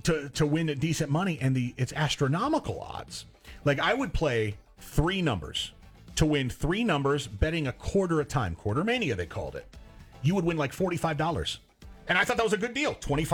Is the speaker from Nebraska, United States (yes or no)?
yes; Omaha, Nebraska, United States; I grew up in Omaha